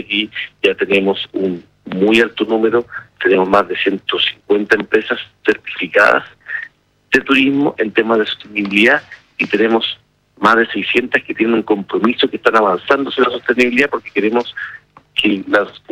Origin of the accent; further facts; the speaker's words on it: Chile; y para nosotros como chilenos es el momento de mayor celebración del año.